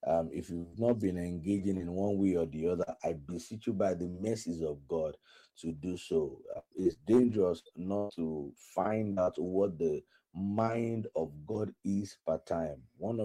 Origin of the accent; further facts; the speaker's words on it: Osogbo, Osun, Nigeria; now in Abuja, Nigeria; in my hometown, in Oshogbo